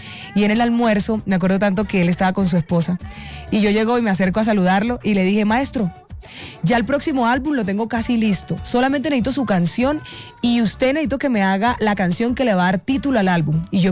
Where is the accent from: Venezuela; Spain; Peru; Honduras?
Venezuela; o yo soy venezolana, pero si yo fuera colombiana